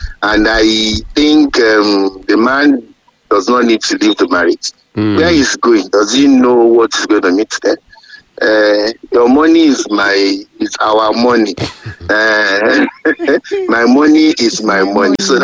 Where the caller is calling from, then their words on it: Ibadan, Oyo, Nigeria; I'm calling you from Ibadan.